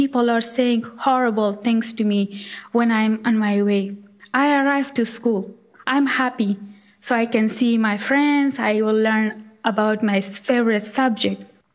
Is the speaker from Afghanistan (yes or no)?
yes; Afghanistan; English is a second language; now in United States; I grew up in Afghanistan, and I came to United States in 2013 with full scholarship